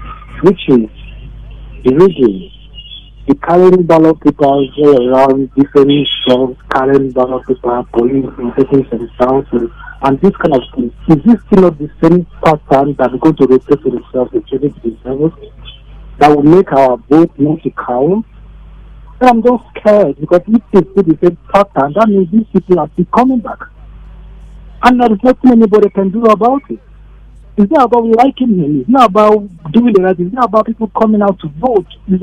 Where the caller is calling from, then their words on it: Lagos, Nigeria; I'm calling from Ogba.